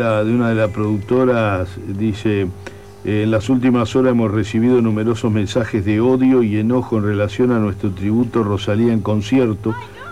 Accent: Argentina; También somos argentinos, somos parte de un pueblo en donde el fútbol no es solo un deporte, es parte de nuestra identidad, de nuestra historia, de nuestra cultura.

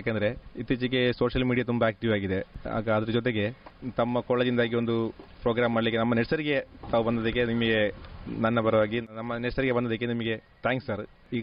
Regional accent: Karnataka, India; also born or lived in Alake Majalu; ನಿನ್ನ ಕಲ್ಲಿನಲ್ಲಿ ಒಂದು ಊರಿನ ಹೆಸರು ನಿಲ್ಲುವ ಕಲ್ಲಂದ, ಅದು ಆ ಊರಿನ ಹೆಸರು ಅದೇ ಊರಲ್ಲಿ ನನ್ನ ಮನೆ ಇರದ ಕಾರಣ

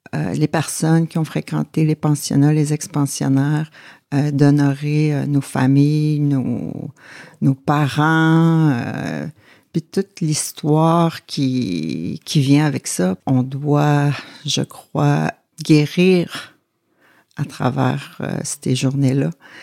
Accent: Maliotenam, Quebec, Canada; Oui, je viens de Manioténam, comme vous dites. Je suis née à Québec en 1972.

